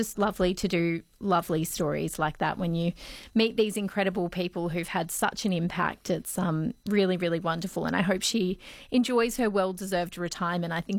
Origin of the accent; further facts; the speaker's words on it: New South Wales, Australia; I'm actually from Barnaby's electorate. Well, his old electorate anyway.